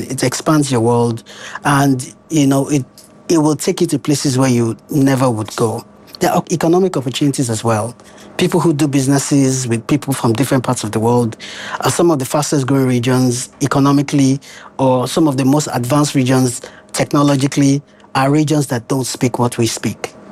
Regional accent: Nigeria; Because I'm Nigerian, I've been Nigerian for all my life, over 40-something years, and sign language isn't something that you hear most people talk about.

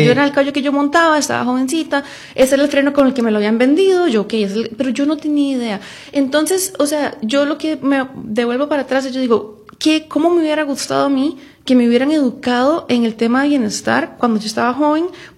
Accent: Guadalupe, San José, Costa Rica; born there; now in Heredia, Costa Rica; yo nací en Guadalupe, pero llevo 20 años de vivir en Heredia.

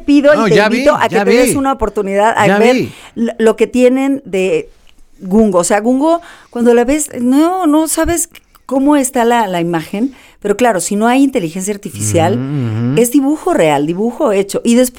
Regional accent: Irapuato, Guanajuato, Mexico; Pues vengo de Irapuato, ¿me entiendes?

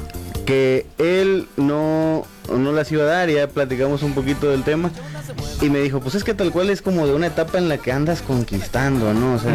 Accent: Mexico

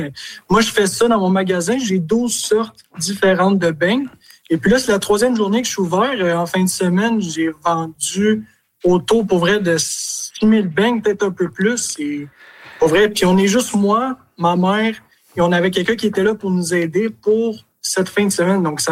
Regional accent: Montreal, Quebec, Canada; now in Bonaventure, Canada; Ben moi, dans le fond, je viens littéralement de Montréal.

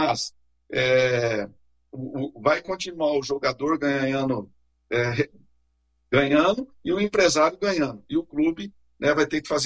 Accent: Cascavel, Paraná, Brazil; Pois nós somos de Cascavel, aqui no oeste paranaense.

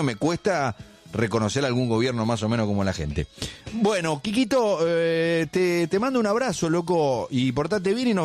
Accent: Argentina; No, no, pero además, los argentinos somos malos, los argentinos somos esto.

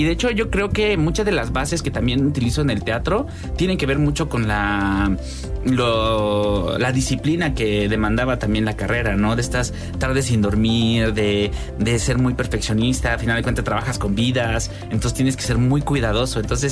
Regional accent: Jalpan de Serra, Querétaro, Mexico; moved away; Yo soy de Jalpan, sí, ahí crecí.

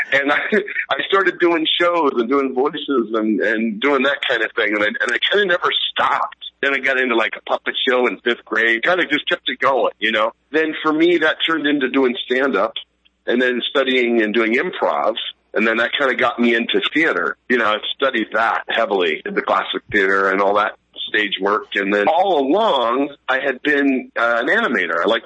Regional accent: California, United States; also born or lived in Sheepshead Bay, New York; I was born in Beth Israel Hospital, New York, raised in Sheepshead Bay, lived a little bit, and then grew up in California. Moved out when I was very young.

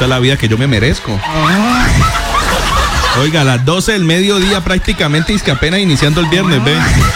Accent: Colombia; Nosotros somos el país del Sagrado Corazón de Jesús, papi

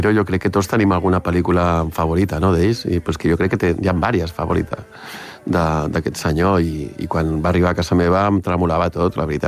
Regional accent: Barcelona, Catalonia, Spain; ¿Tú de dónde sales? Pues mire, vengo de Barcelona y tal.

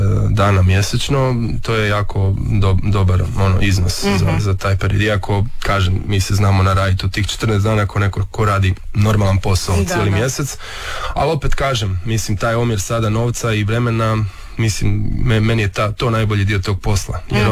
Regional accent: Rijeka, Primorje-Gorski Kotar County, Croatia; now in Gothenburg, Sweden; i onda iz Zagreba sam treba doći do Rijeke još, ali okay. Jednom kad sam u Zagrebu sam već doma, ono, u glavi.

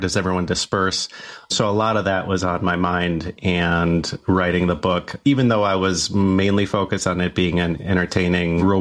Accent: Chicago, Illinois, United States; I'm from the Chicago area. And so Michigan is our beloved neighbor.

